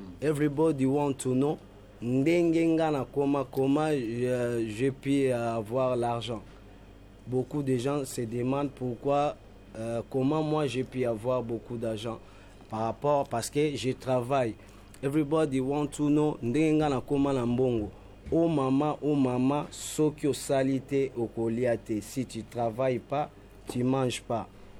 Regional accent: DR Congo; French is a second language; parce que c'est souvent on chante à Lingala, parce que l'inspiration vient à Lingala, on est des Congolais, je rêve à Lingala.

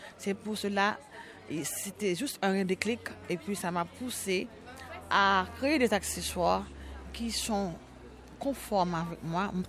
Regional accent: Haiti; nom c'est … je viens d'Haïti. Je suis mère de 3 enfants et j'ai 40 ans.

